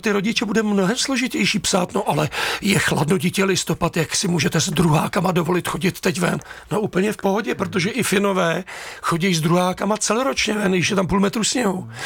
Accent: Příbram, Central Bohemian Region, Czechia; No samozřejmě, já jsem příbramák, jsem z Brd

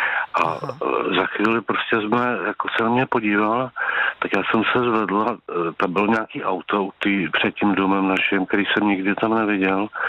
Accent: Prague, Czechia

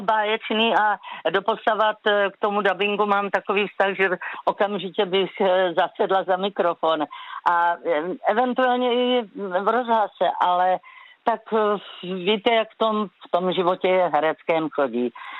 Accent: Brno, South Moravian Region, Czechia; já opravdu jsem Brňák, jsem Moravák

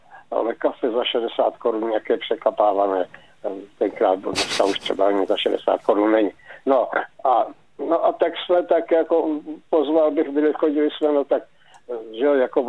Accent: South Moravian Region, Czechia; Protože pocházím tady z Moravy a ne teda z Hodonína, ale od Hodonína a v té době ze zemědělské rodiny

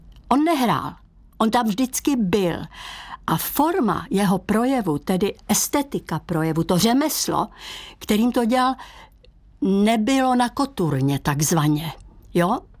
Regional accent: Ostrava, Moravian-Silesian Region, Czechia; moved away as an adult; now in Prague, Czech Republic; Já jsem původem Ostravačka

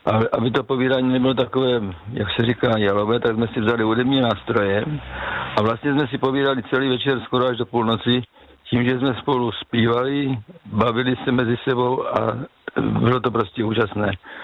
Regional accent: South Moravian Region, Czechia; Já jsem z Jižní Moravy, tak tam se neříká babička, ale tam se říká stařenka.

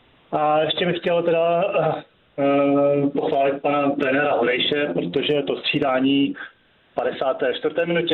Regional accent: Hradec Králové, Hradec Králové Region, Czechia; now in eastern Moravia, Czechia; z východní Moravy, ale jsem Hradečák

